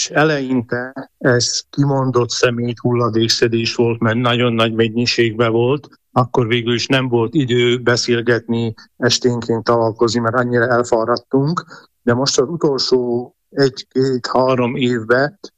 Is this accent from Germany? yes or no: no; Szete, Nitra Region, Slovakia; Én is Ipolynál születtem, mert Szetéről származok, az is az Ipoly menti falucska.